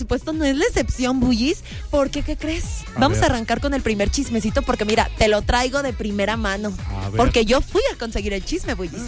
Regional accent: Mexico

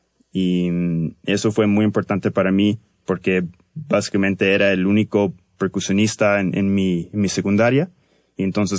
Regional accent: Vancouver, British Columbia, Canada; Soy de Vancouver, Canadá. Nací en Vancouver, Canadá. Mi mamá es de Lima, Perú. Mi papá es de Santiago de Chile. Y sí, es mi primera vez acá en la Ciudad de México.

